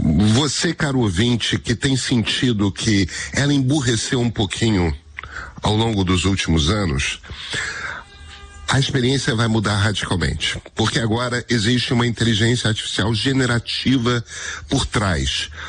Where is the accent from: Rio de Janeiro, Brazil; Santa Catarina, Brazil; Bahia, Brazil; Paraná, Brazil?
Rio de Janeiro, Brazil; Eu sou carioca, gente. Não, a gente não nasceu pra isso.